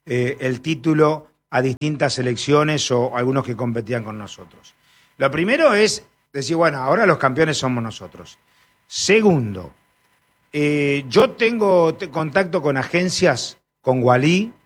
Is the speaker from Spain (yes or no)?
no; Paraguay; Somos todos paraguayos.